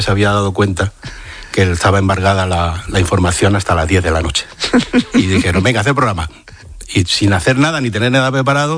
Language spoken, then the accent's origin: Spanish; Madrid, Community of Madrid, Spain; Yo soy de Madrid.